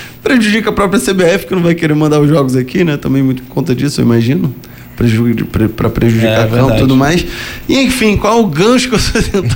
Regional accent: Rio de Janeiro, Brazil; a gente é carioca, torcedor de clubes cariocas

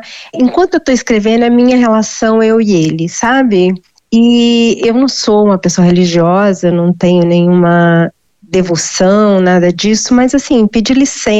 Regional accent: Minas Gerais, Brazil; eu sou mineira, né, eu não tenho relação nenhuma com o Rio Grande do Sul

